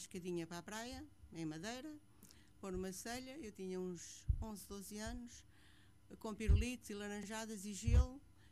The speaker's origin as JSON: {"language": "Portuguese", "town": "Sesimbra", "region": "Setúbal", "country": "Portugal", "tie": "born or raised there", "also_born_or_lived": "Almada", "said": "Não, nasci em Almada. Vim para Sesimbra com um ano de idade."}